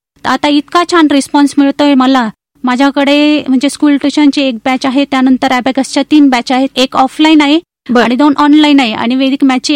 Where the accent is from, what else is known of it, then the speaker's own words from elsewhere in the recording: Lasalgaon, Maharashtra, India; born there; also born or lived in Kadwa sugar factory (Nashik district); now in Nashik, India; मूळची मी लासलगाव इथली आहे, पण माझ्या वडील सर्व्हिसला कादवा कारखाना येथे होते.